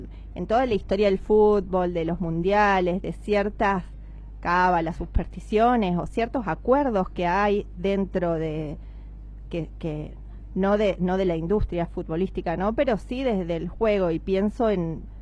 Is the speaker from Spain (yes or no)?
no; Argentina